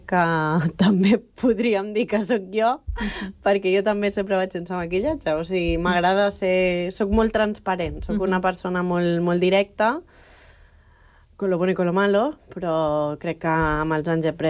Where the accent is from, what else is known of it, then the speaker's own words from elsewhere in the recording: Catalonia, Spain; I hauria de ser una pansa blanca, no? que és la varietat que més representa l'ella, que és d'on soc jo